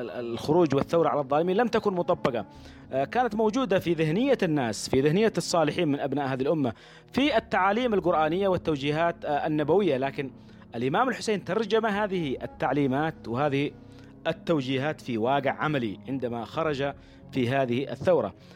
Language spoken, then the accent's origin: Arabic; Yemen; نحن اليوم اليمنيين